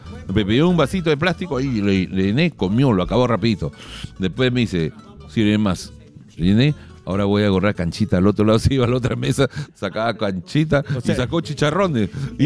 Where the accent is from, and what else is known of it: Peru